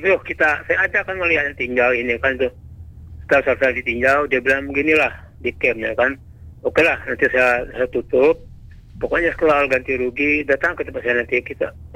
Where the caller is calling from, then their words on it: Bangka Belitung Islands, Indonesia; jangan kalian anggap kami orang Bangka yang lemah